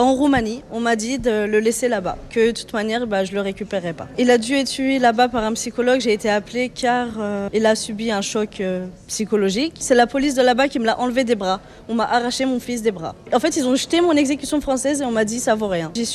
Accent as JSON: {"language": "French", "country": "France", "said": "L'enfant est français, je suis française. Je l'ai élevé, il a vécu en France et je me sens abandonnée."}